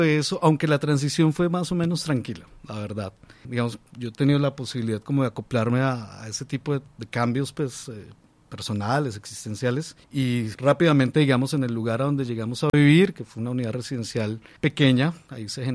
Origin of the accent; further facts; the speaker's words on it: Tunja, Boyacá, Colombia; born there; Nací en Tunja, Boyacá, y mis padres son